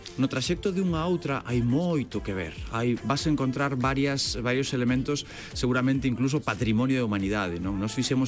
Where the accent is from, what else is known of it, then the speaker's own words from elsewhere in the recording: Galicia, Spain; Somos raritos, somos vimos de Galicia, que nos vas contar, señora.